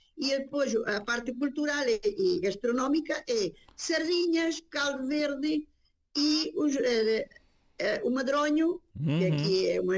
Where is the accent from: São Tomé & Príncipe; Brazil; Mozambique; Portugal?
Portugal; Algarve; now in Argentina; Eu sou do Algarve, sou da Serra do Caldeirão, do Val da Rosa.